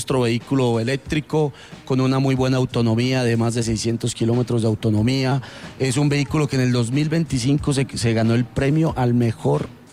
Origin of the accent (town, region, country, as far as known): Bogotá, Bogotá Capital District, Colombia